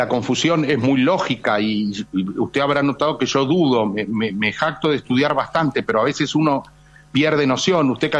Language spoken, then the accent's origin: Spanish; San Luis, Argentina; Yo soy de San Luis, hemos tenido recientemente incendios devastadores, son terribles.